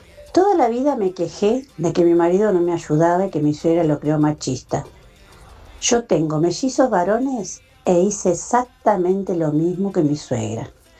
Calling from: Ezeiza, Buenos Aires Province, Argentina; de Seiza.

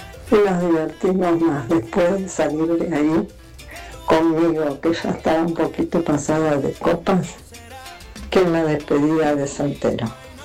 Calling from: Ciudadela, Buenos Aires Province, Argentina; Hola, buen día, Radio Latina. … de Ciudadela.

